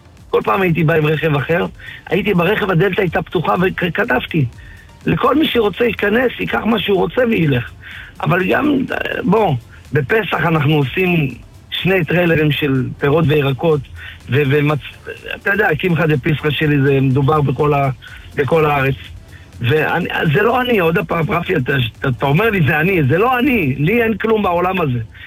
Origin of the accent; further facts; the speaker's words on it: Haifa, Haifa District, Israel; אני אגיד לך, אני גדלתי בחיפה על הכרמל, ואהבתי כל הזמן רק את השכונות.